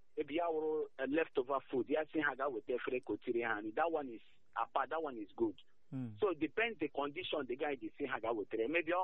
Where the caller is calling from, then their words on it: Aba, Abia, Nigeria; I'm calling from Ngwa Road now. I'm on at Ngwa Road now.